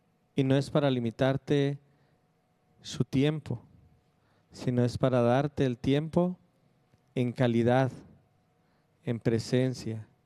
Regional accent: Chihuahua, Mexico; como lo es el caso de la diócesis de Tarahumara, de Chihuahua, de donde vengo

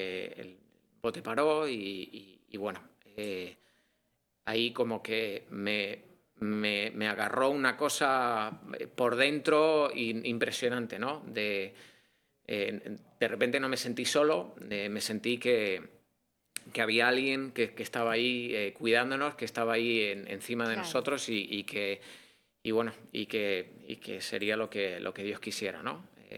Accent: Spain; born there; Yo soy de España, crecí en una familia muy católica.

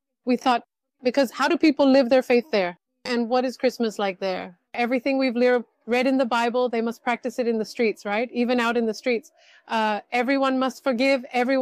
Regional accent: South India, India; now in Barcelona, Spain; And we are from India. We currently live here in the beautiful city of Barcelona now with our 6 wonderful children.

